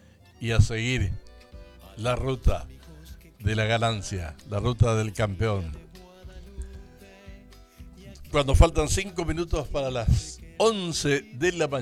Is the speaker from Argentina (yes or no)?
yes; Argentina